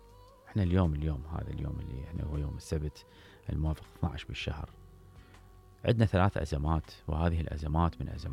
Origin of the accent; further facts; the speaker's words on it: Iraq; نعاني من عتها إحنا كعراقيين